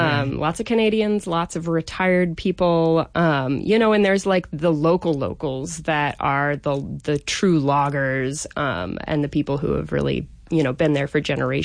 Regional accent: Illinois, United States; So I grew up in Southern Illinois, what if you were there, they would call Southernmost Illinois.

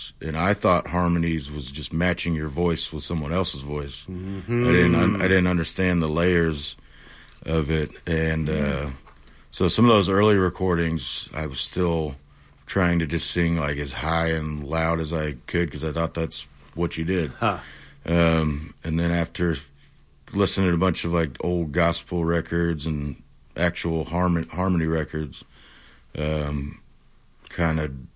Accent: Kansas City, Missouri, United States; born or raised there; also born or lived in Raleigh, North Carolina; now in New Orleans, United States

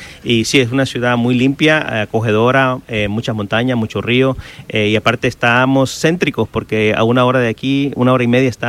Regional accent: Honduras; also born or lived in New Jersey, United States; now in Chattanooga, United States; nosotros cuando llegamos de Honduras, llegamos a Nueva Jersey, que está ahí al lado de Nueva York, y después decidimos mudarnos para acá por la economía

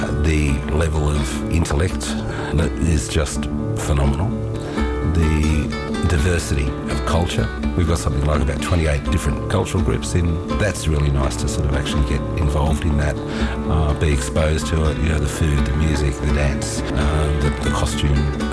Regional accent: Sydney, New South Wales, Australia; born there; now in Alice Springs, Australia; I was born in Sydney. And on the 26th of August 1993, I flew to Alice Springs.

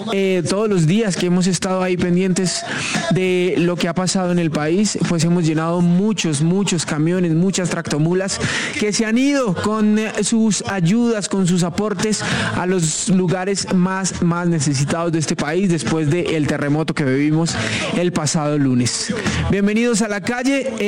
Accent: Colombia; Ha sido una semana realmente difícil para todos como colombianos.

